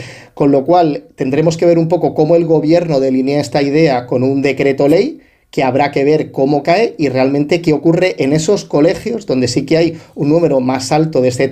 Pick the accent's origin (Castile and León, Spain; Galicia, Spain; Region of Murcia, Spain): Region of Murcia, Spain; Jumilla; un poco raro en el pueblo donde yo me crié, en Jumilla, en los años 80.